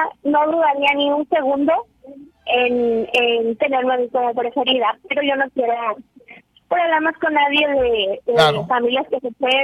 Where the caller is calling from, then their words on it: Monterrey, Nuevo León, Mexico; Soy regia, mucha honra, mucho orgullo